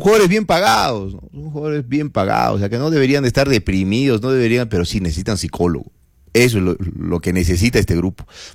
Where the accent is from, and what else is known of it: Arequipa, Peru